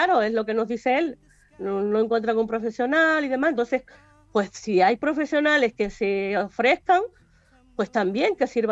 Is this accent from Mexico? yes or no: no; Canary Islands, Spain; yo soy de Quiricó.